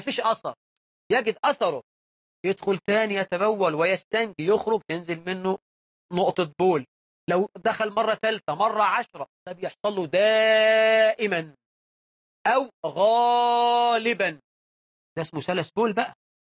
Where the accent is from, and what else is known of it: Egypt